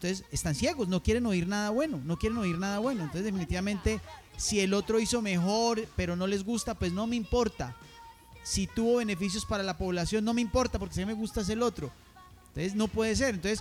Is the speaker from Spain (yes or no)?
no; Colombia; el gran problema es la dinámica en la que nos pusimos nosotros como colombianos.